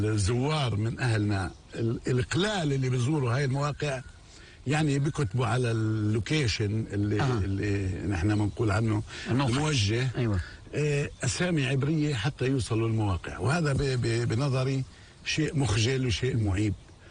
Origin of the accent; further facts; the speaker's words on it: Palestine; نحن شعب فلسطيني حي،